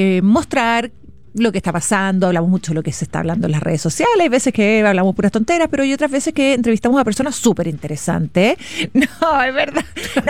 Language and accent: Spanish; Osorno, Los Lagos, Chile; now in Santiago, Chile; cuando uno es de Osorno, o sea, yo hoy día soy súper santiaguina para mis amigas que siguen viviendo en Osorno, demasiado santiaguina.